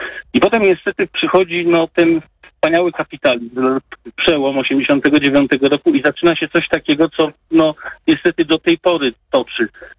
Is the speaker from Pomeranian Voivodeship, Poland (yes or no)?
no; Wrocław, Lower Silesian Voivodeship, Poland; born there; Ja przedstawiłem się państwu jako osoba spod Wrocławia, ale jestem z urodzenia wrocławianinem, uciekłem z tej metropolii właśnie do mniejszego, do tak zwanego Warzanka